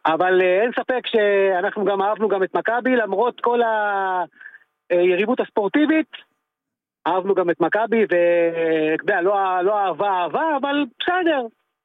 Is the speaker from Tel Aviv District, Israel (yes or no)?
yes; Tel Aviv, Tel Aviv District, Israel; בתור ילד קטן, אני זוכר שמכבי באו לבית דני, אז הייתי גר ביד אליהו.